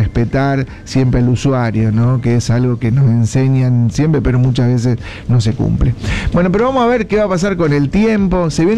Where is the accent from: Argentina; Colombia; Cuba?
Argentina; somos patéticos algunos argentinos